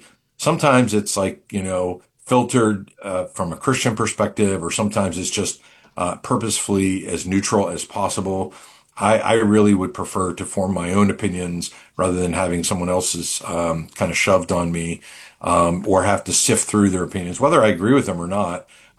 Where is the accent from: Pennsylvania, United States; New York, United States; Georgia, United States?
Pennsylvania, United States; Philadelphia; moved away; also born or lived in Pittsburgh; I grew up in Philly, and I've repented of that, yeah, of course. I mean, I'm a full-blood Yinzer.